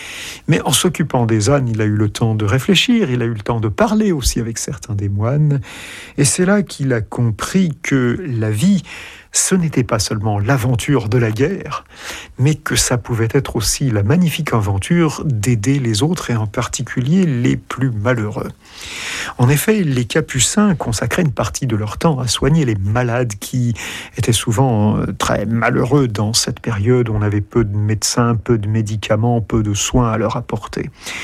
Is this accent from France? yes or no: yes; France; Bien sûr, je suis français